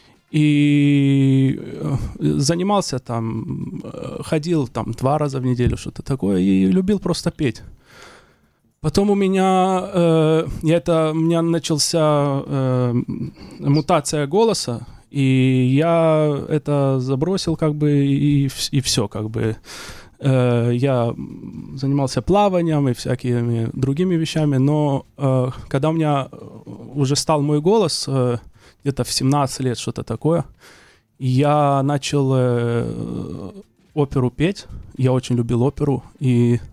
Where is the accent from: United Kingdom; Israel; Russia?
Israel; born there; Russian is a second language; Я родился в Израиле. У меня русский язык — это не мой родной язык.